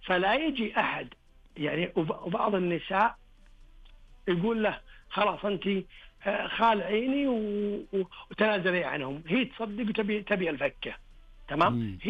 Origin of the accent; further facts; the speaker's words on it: Saudi Arabia; النظام عندنا في المملكة العربية السعودية لا يقع الخلع إذا كان بغير عوض